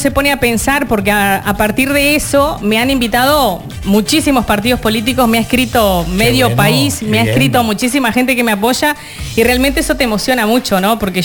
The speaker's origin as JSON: {"language": "Spanish", "region": "Durazno", "country": "Uruguay", "tie": "born or raised there", "said": "he sido política en mi país, he sido candidata a alcaldesa por mi ciudad natal, he sido edil del departamento de Durazno"}